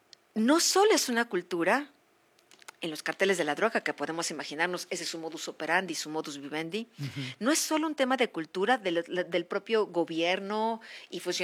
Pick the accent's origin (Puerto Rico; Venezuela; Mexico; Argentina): Mexico; también qué parte jugamos como mexicanos, el consumo de drogas, la corrupción, el pago de la mordida